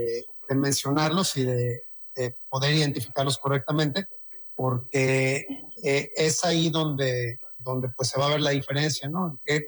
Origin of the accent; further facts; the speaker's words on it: Mexico; A mí como mexicano